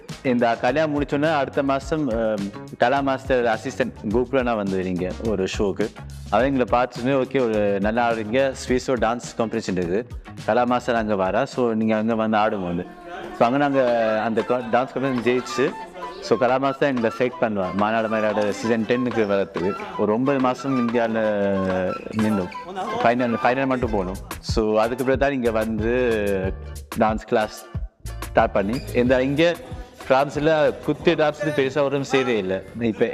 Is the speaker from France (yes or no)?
yes; France; ஒரு ஃப்ரெஞ்ச் குடிமகனாக நோபலாக வளர்ந்தோம்.